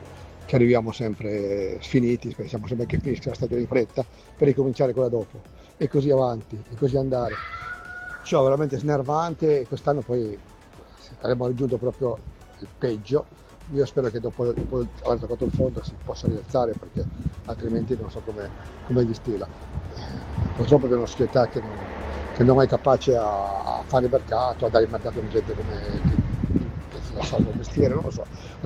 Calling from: Cuneo, Piedmont, Italy; da Cuneo.

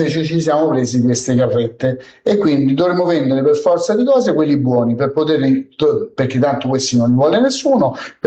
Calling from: Rome, Lazio, Italy

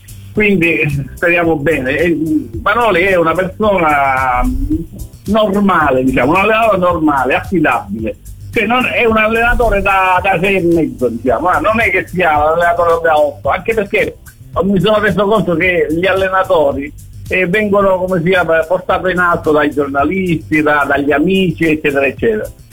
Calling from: Capo d'Orlando, Sicily, Italy

